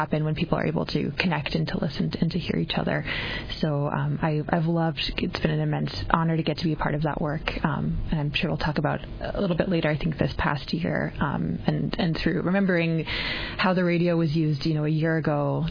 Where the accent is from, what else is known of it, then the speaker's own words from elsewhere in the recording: Massachusetts, United States; moved away as an adult; now in Bethel, United States; I grew up in Massachusetts.